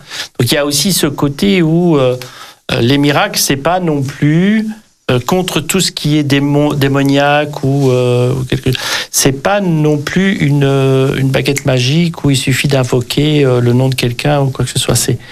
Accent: Centre-Val de Loire, France; moved away; quand je suis parti de mon département où je suis né, le Berry...

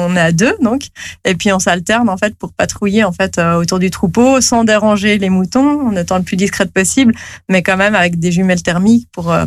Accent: Geneva, Switzerland

